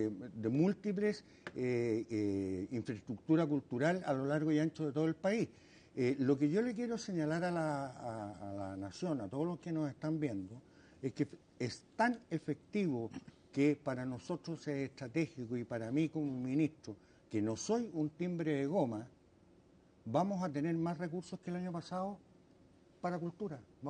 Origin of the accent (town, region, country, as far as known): Basque Country, Spain